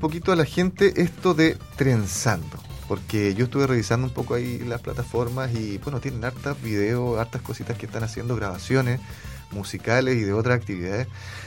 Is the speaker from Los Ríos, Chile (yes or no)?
no; Concepción, Biobío, Chile; now in Valparaíso Region, Chile; yo que vengo de Concepción originalmente